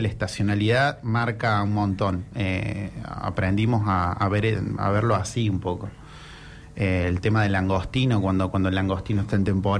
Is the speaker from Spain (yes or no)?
no; Córdoba, Argentina; moved away as an adult; now in Chubut, Argentina; yo que vengo de Córdoba